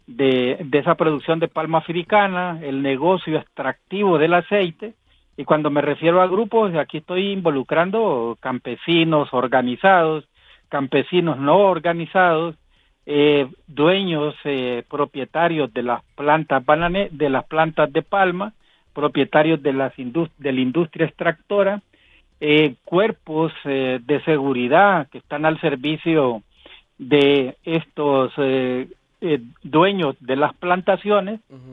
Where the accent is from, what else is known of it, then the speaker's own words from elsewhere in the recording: Colón, Honduras; yo soy del departamento de Colón, nací el 62